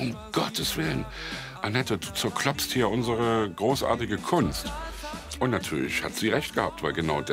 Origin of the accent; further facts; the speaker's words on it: East Germany, Germany; ein Lied über mein erstes Westauto, ich als Ossi.